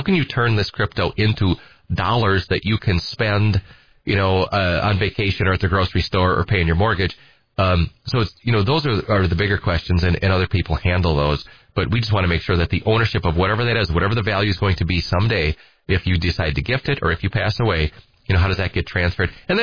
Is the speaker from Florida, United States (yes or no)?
no; Edgar, Wisconsin, United States; also born or lived in Minneapolis, United States; I'm from Edgar originally, and, you know, good hometown Wisconsin Badger.